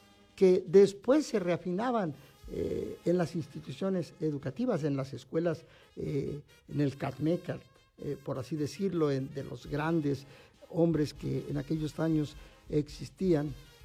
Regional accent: Huasteca, Mexico; nuestra región huasteca

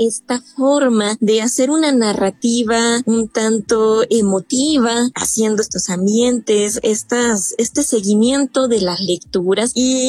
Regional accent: Mexico; todos estos elementos conforman nuestra identidad como mexicanos, sentimos nuestro orgullo de serlo

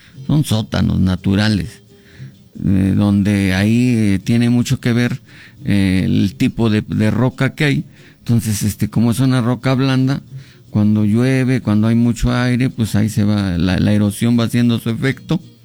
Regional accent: Zimapán, Hidalgo, Mexico; moved away; Y nosotros vivimos en esta zona. Yo cuando pues era niño, siempre renegaba de ¿por qué habré nacido en este lugar tan horrible? Que no, es que está feo. Está lleno de piedras y de polvo y de tierra y de nopales. Pero no conocía yo mi municipio

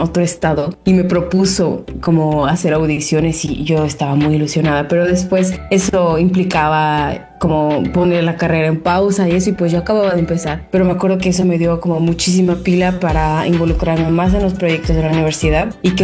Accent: Pachuca, Hidalgo, Mexico; now in Paris, France; Yo soy originaria de Pachuca, Hidalgo. Nací y crecí en Pachuca.

